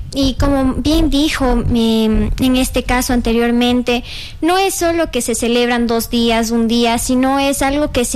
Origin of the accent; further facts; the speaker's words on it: Machachi, Pichincha, Ecuador; yo no soy de aquí, de La Tacunga, yo soy de Machachi.